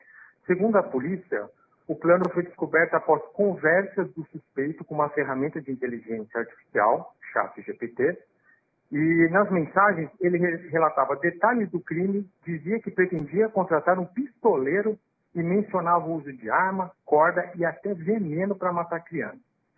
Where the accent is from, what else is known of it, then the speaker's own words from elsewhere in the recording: São Paulo, Brazil; now in Vitória, Brazil; Aí eu sou paulistano de Itaquera, da Atena, mas agora moro aqui no Espírito Santo